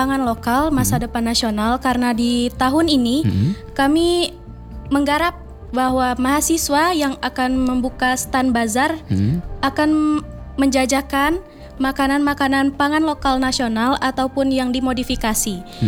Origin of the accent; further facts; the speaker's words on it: Padang, West Sumatra, Indonesia; Yang kalau saya kan orang Padang ya. Kalau di Padang itu ada yang mirip mochi itu namanya lapek bugih.